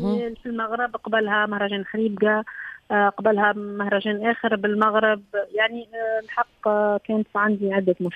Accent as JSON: {"language": "Arabic", "country": "Tunisia", "moved": "yes", "said": "أنا من تونس"}